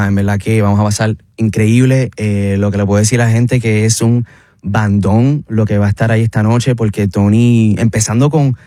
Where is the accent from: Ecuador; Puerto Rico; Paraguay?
Puerto Rico; Soy puertorriqueño, soy amante de la salsa, de la clave, del jazz.